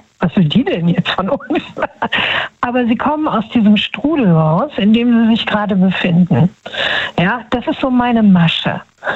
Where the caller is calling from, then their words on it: Düsseldorf, North Rhine-Westphalia, Germany; Düsseldorf.